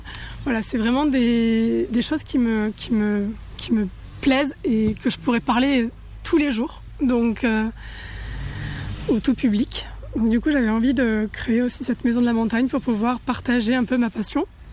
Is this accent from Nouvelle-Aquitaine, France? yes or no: no; Occitanie, France; Alors, je suis originaire d'ici. Je suis originaire de Lucens-Sauveur.